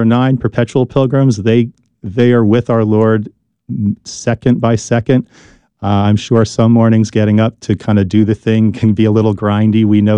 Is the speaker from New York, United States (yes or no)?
no; New Jersey, United States; And I grew up in New Jersey.